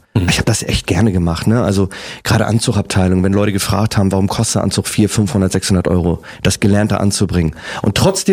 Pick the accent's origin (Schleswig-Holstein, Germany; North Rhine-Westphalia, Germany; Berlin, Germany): Schleswig-Holstein, Germany; Kiel; also born or lived in Preetz; geboren bin ich in Preetz. Das ist oben bei Kiel. Bin aber nur geboren und hab dann in Kiel gelebt und bin noch aufgewachsen.